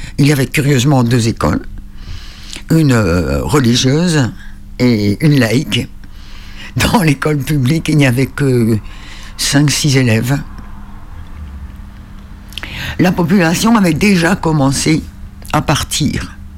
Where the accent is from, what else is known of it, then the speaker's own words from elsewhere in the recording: Île-de-Sein, Brittany, France; je suis originaire de l'île de Sein. Alors l'île de Sein est tout au bout là-bas, à l'ouest. C'est une toute petite île extrêmement plate.